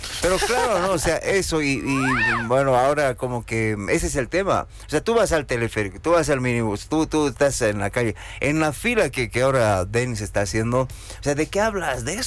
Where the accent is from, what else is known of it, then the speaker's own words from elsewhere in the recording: La Paz, Bolivia; los paseños, los bolivianos